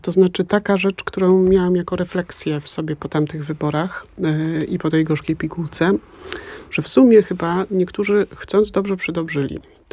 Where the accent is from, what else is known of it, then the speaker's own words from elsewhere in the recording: Łódź, Łódź Voivodeship, Poland; ja pochodzę z łódzkiego podwórka